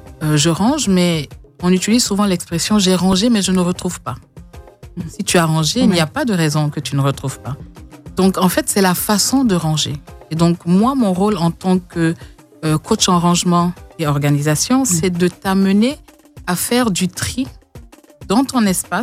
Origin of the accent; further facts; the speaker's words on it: Côte d’Ivoire; Ce n'est pas très encore développé chez nous, mais il y en a qui le font, hein, même en Côte d'Ivoire.